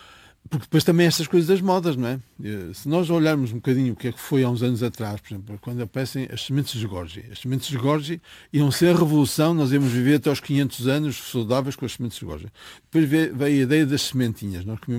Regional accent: Portugal

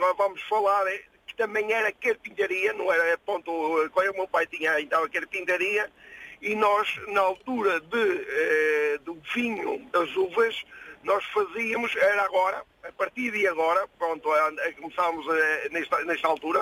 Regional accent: Mozambique; eu vim de Moçambique...

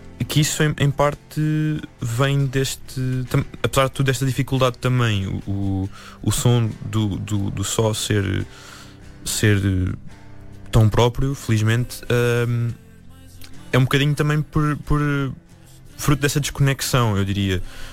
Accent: Massamá, Lisbon, Portugal; moved away as an adult; also born or lived in London; now in Lisbon, Portugal; Agora vivo em Lisboa mesmo. Mas sou de Massamá, cresci em Massamá. Portanto, linha de Sintra foi a minha experiência a crescer.

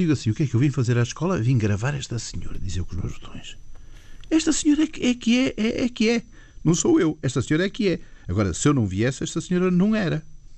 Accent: Madeira, Portugal; born there; Eu nasci na Madeira por um mero acaso. A minha mãe era inglesa, tem nada a ver com esta coisa, com esta zona. O meu pai é do Douro.

